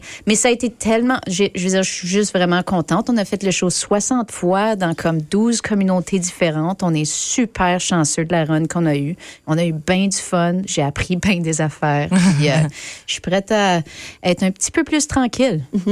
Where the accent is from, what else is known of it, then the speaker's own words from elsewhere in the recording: France; je suis française.